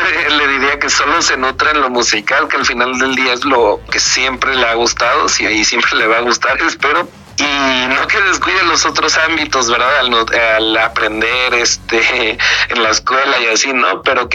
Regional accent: Mexico

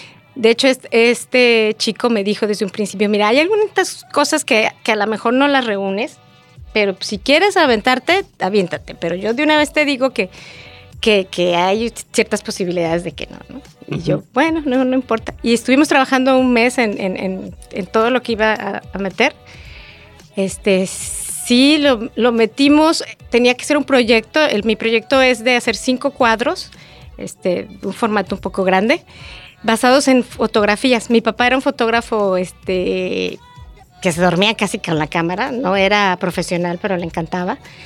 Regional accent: Mexico; Porque nosotros venimos de México y mi papá siempre fue muy aventurero y hacía cosas así.

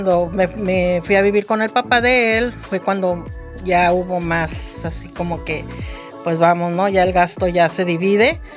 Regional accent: Guadalajara, Jalisco, Mexico; moved away as an adult; now in Tijuana, Mexico; yo tengo 56 años, vengo de Guadalajara, tengo 29 años, aquí en Tijuana

